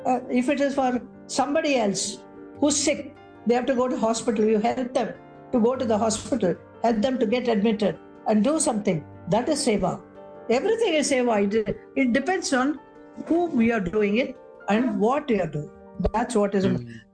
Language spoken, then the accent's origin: English; India; I am an Indian.